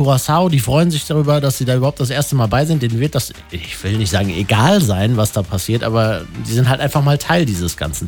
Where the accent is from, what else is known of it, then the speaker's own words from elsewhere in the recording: Germany; Sind wir als Deutsche zu sehr Moralapostel manchmal?